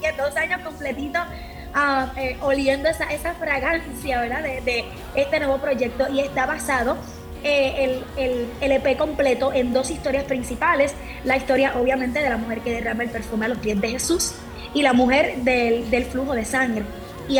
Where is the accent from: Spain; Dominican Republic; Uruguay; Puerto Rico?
Puerto Rico; soy natural de Puerto Rico. Estoy ahora mismo en Puerto Rico, pero soy natural puertorriqueña. Soy nacida y criada en el Evangelio.